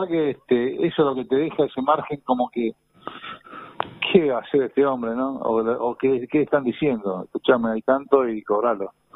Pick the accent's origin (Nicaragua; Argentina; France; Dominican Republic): Argentina